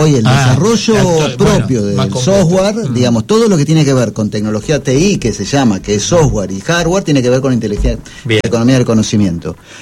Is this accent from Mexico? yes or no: no; Argentina; nosotros estábamos 5 años como Argentina